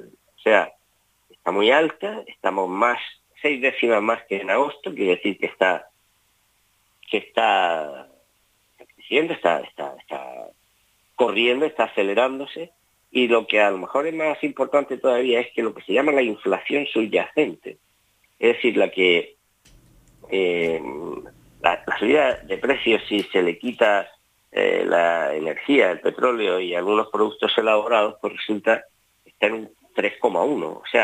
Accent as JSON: {"language": "Spanish", "country": "Spain", "said": "o sea, somos españoles de mal, ¿no?"}